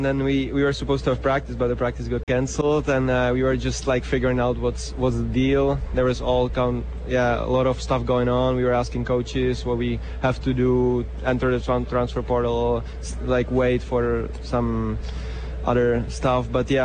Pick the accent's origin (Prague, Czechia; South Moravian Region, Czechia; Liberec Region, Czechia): Prague, Czechia; I'm from Prague. Czech.